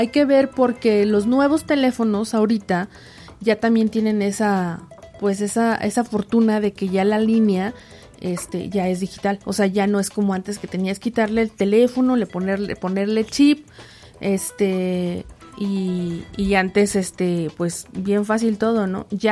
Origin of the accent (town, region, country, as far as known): Mexico